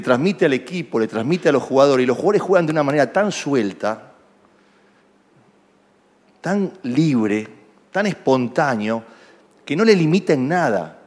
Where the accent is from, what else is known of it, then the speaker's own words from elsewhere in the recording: Rosario, Santa Fe, Argentina; yo soy de Rosario